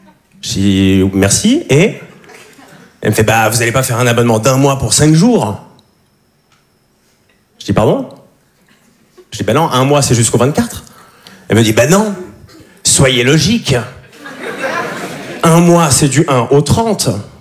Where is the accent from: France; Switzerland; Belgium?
Switzerland